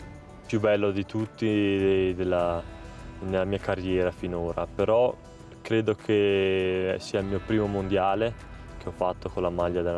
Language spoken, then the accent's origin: Italian; Trentino-Alto Adige, Italy; born there; correre qua in casa, vicino a dove sono nato in Trentino, con tanti tifosi quindi del mio paese natale